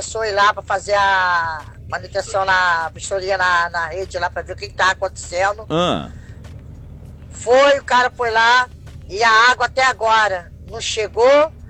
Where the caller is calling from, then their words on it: Brazil; Eu sei. Do Jardim Esperança.